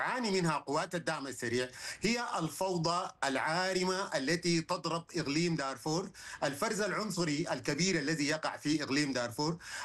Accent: Sudan; نحن كسودانيين ومراقبين،

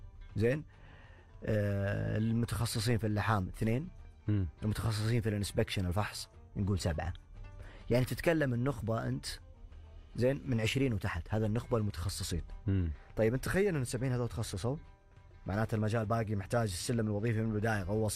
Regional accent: Saudi Arabia; هذه وطننا، هذه ديرتنا

